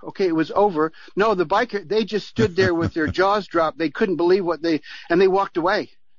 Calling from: Nelson, New Zealand; from Nelson, New Zealand.

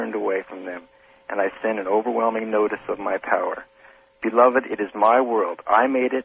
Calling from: Phoenix, Arizona, United States; Phoenix, Arizona.

